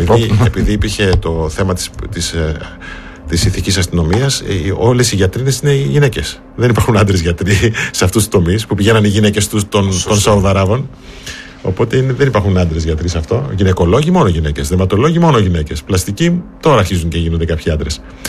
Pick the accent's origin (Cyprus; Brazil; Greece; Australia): Brazil; Επειδή εγώ είμαι από την Λατινική Αμερική, από τη Βραζιλία, σε ενημερώνω ότι δεν υπάρχει καμία παραμόρφωση στη Βραζιλία και στη Λατινική Αμερική.